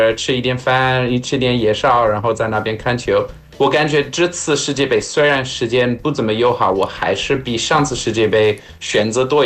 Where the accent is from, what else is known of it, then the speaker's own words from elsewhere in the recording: South Africa; Chinese is a second language; now in Nantong, China; 他们都知道我父亲来自葡萄牙，母亲来自法国，我是在南非长大